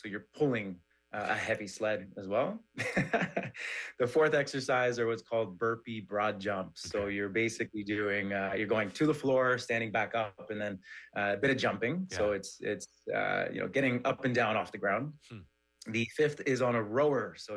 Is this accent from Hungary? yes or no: no; Ottawa, Ontario, Canada; It was fun. I mean, it's great to have HYROX come to my hometown here in Ottawa.